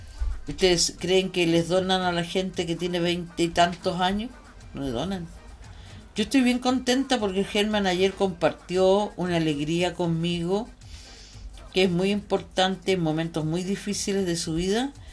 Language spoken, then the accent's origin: Spanish; Chile